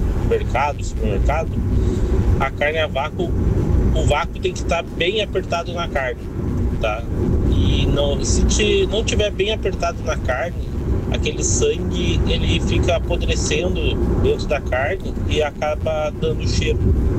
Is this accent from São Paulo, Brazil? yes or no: no; São Leopoldo, Rio Grande do Sul, Brazil; Estava escutando vocês agora indo trabalhar, sou de São Leopoldo, indo trabalhar em Hamburgo.